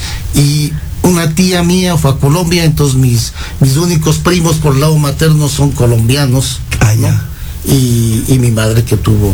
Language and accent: Spanish; Quito, Pichincha, Ecuador; Yo nací en Quito, soy quiteño de nacimiento.